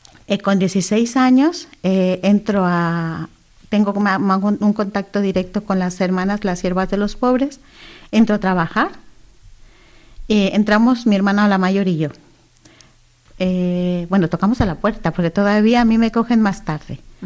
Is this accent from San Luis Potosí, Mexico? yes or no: no; Monterrey, Nuevo León, Mexico; Sí, yo soy mexicana de Monterrey, Nuevo León.